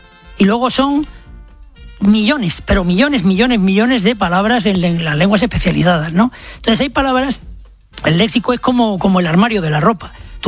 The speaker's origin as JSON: {"language": "Spanish", "town": "Lorca", "region": "Region of Murcia", "country": "Spain", "said": "a mí también me gusta, cuando vengo de Lorca muchas veces digo mese, pero la academia ahí pone freno."}